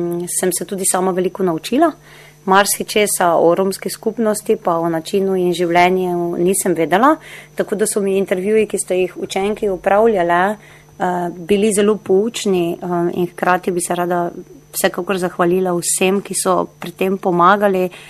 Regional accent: Dokležovje, Pomurska, Slovenia; Rojena sem v Dokležuju, kjer je tudi živi manjša romska skupnost.

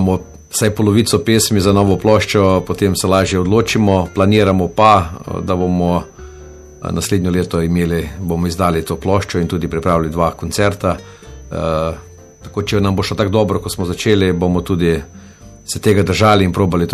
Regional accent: White Carniola, Slovenia; Prihajam iz Bele krajine, kot tudi vsi ostali člani.

